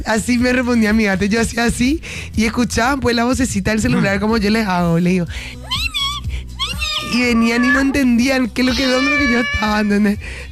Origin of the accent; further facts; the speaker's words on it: Paraguay; como paraguayos hay cosas que ya no vamos a tolerar.